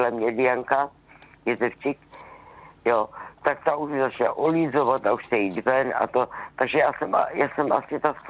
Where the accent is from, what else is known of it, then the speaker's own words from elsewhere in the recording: Poland; now in Czechia; Já z práce přijím 10 hodin večer, protože jsem ho z Polska, to už víte.